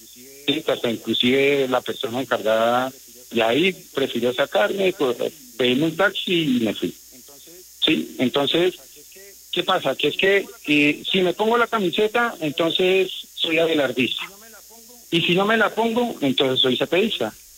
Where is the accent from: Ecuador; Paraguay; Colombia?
Colombia; O sea, yo como colombiano